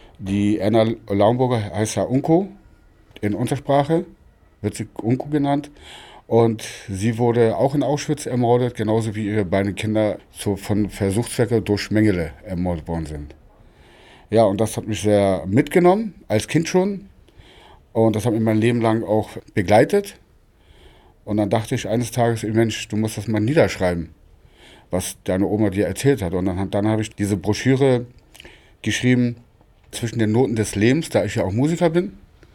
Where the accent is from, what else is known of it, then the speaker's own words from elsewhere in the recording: Berlin, Germany; born there; Ja, ich bin ja in Berlin geboren und komme aus Berlin.